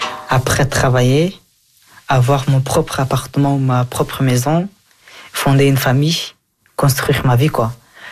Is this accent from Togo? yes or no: no; Afghanistan; now in Belgium; Je ne suis plus afghan maintenant, je suis belge.